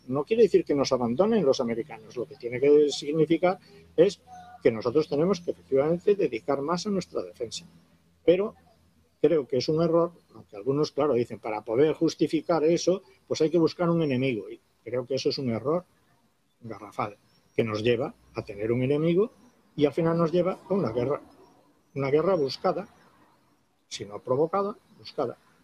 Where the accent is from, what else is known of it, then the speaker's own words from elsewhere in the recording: Spain; soy militar, pero soy español